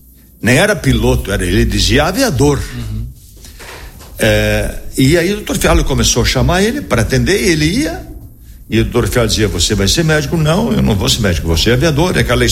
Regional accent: Marau, Rio Grande do Sul, Brazil; Maroense. Nasci em Marau no dia 29/11/53.

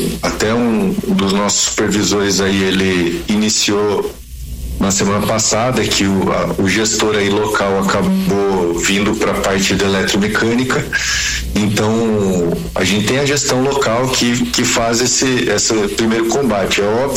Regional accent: Santa Catarina, Brazil; now in Bento Gonçalves, Brazil; Eu sou natural de Santa Catarina.

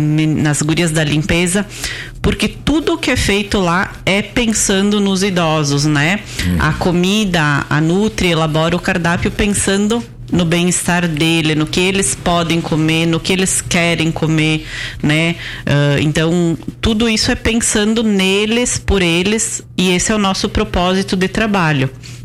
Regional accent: Veranópolis, Rio Grande do Sul, Brazil; now in Vila Flores, Brazil; É, eu sou natural de Veranópolis e moro em Vila Flores

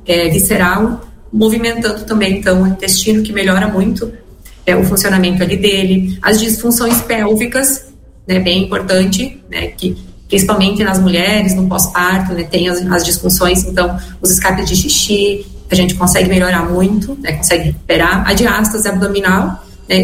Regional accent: Marau, Rio Grande do Sul, Brazil; moved away as an adult; now in Passo Fundo, Brazil; eu sou natural de Marau, minha família mora em Marau, eu saí cedo, né, de lá. Com 18 anos

